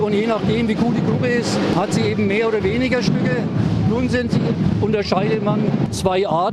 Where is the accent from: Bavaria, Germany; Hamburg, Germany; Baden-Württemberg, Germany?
Bavaria, Germany; Bamberg